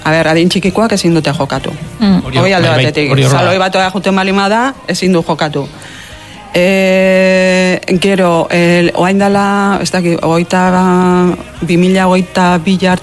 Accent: Errenteria, Basque Country, Spain; gure herrian, Errenterian, pues jendeantzako igual jokori gabeko egunean prestatu ditugu hitzaldiak

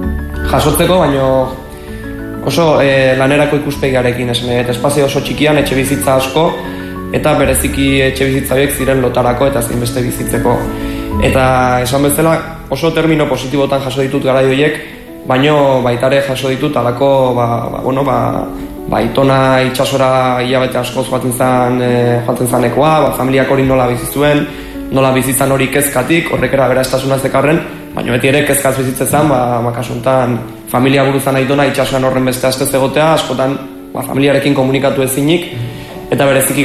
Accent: Pasaia, Basque Country, Spain; gure herrira

